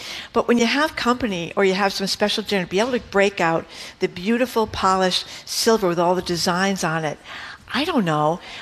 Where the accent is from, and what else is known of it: Fall River, Massachusetts, United States; born or raised there